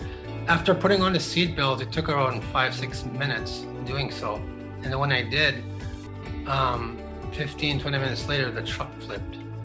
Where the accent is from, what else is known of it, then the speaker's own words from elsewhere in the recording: Pinehouse, Saskatchewan, Canada; I've been born and raised in Pinehouse, a Métis settlement. I've been there most of my life. Went through school there